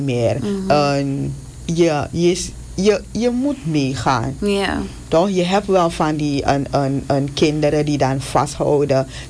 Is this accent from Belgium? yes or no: no; Paramaribo, Suriname; born there; wij zijn in Paramaribo geboren. Mm-hmm. En mijn moeder praat geen Nederlands.